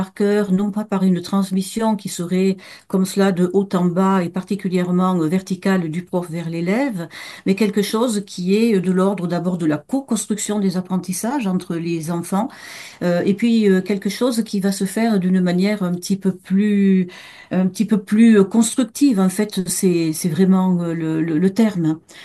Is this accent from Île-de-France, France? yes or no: no; Montpellier, Occitanie, France; Je suis de Lirou, je suis Montpellierenne.